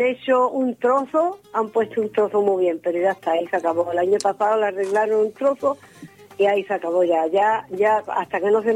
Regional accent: Jimena de la Frontera, Andalusia, Spain; born there; moved away; yo sí te hablo de mi casa y de mi pueblo.

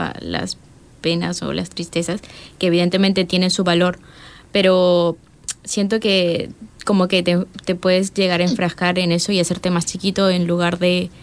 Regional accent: Peru; moved away as an adult; Yo en mi país, en Perú, hice educación especial.

